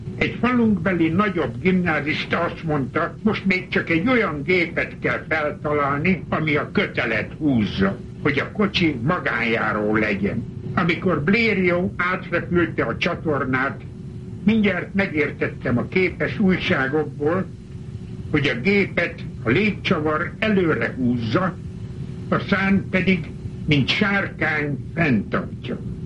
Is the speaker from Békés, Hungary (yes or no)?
yes; Gyulavári, Békés, Hungary; moved away as an adult; now in United States; Mikor 11 éves koromban elköltöztünk Gyulaváriból, a szülőfalunktól fájdalmas búcsút vettem, mely azt hittem, örökre szól. Ugyanezt hittem 48 éves koromban, mikor elhagytam Magyarországot, és Amerikába jöttem.